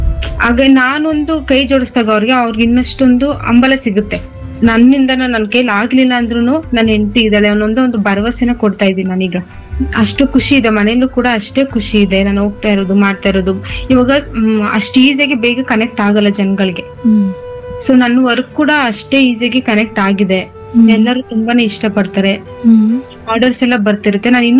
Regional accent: Mysuru district, Karnataka, India; ನಮ್ಮೂರು ಸೋಲಿಗರ colony, Mysuru district, Mysuru taluk.

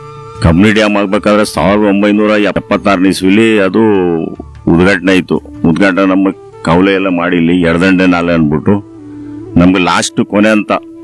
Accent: H. Matakere, Karnataka, India; Last ನಮ್ಮ ಮಟ್ಕಿರಿಗೆ last ಅದು ಎಡದಂಡಲೆ. ಹಾಗೆ ನಮ್ಮೂರಿಗೆ ಒಂದು ಹೆಚ್ಚು ಕಡಿಮೆ ಒಂದು 50% ಅದರಲ್ಲಿ ಗದೆ ಆಗಿದೆ ಕಂಪ್ನಿ ಎಡದಂಡಲ್ಲಿ. ಇನ್ನು 50% ಖುಷ್ಕಿ ಇದೆ, ಮಳೆ ಇಲ್ಲದೆ ಮಳೆಗೆ ಮಾತ್ರ ಬೆಳೆ ಮಾಡ್ತಾ ಇದಾರೆ.

